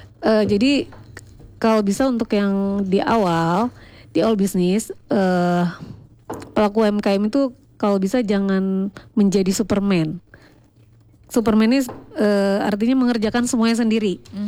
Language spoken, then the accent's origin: Indonesian; Lampung, Indonesia; born there; di daerah saya, kelahiran saya sendiri di sana, di Katibung, nggak jauh sih